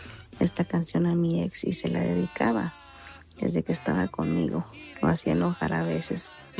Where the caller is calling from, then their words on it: Sacramento, California, United States; soy ahí de Sacramento.